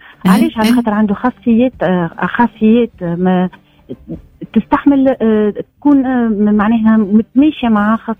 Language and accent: Arabic; Tunisia